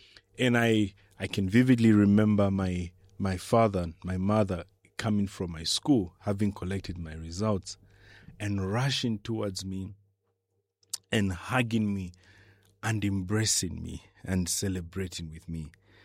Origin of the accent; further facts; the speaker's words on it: Kalulushi, Copperbelt, Zambia; You know, I grew up in Kalulushi